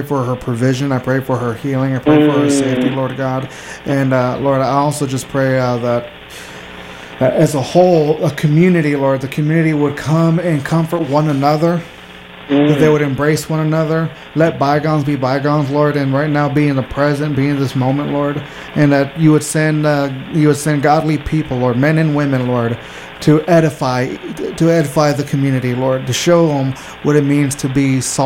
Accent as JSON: {"language": "English", "town": "Laredo", "region": "Texas", "country": "United States", "tie": "born there", "said": "So I was born in Laredo, Texas. All right, so it's a border city. It's right there on the right across from the border, and right across from it is a sister city called Nuevo Laredo, and which is in Mexico."}